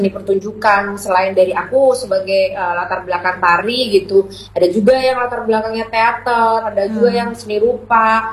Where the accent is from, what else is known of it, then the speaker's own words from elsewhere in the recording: Madura, East Java, Indonesia; aku sebagai orang Madura